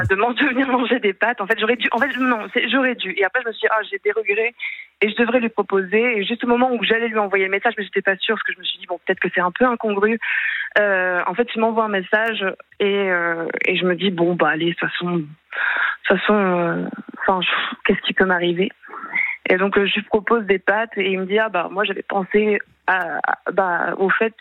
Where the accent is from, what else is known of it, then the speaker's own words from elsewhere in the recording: Hauts-de-France, France; moved away; Moi, je viens du Nord-Pas-de-Calais.